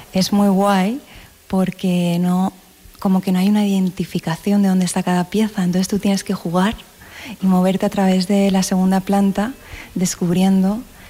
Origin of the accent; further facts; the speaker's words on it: Valencian Community, Spain; Yo soy valenciana